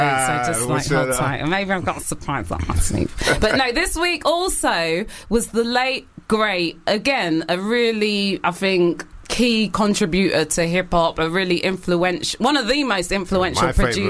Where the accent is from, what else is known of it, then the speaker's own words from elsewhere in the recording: United Kingdom; as British people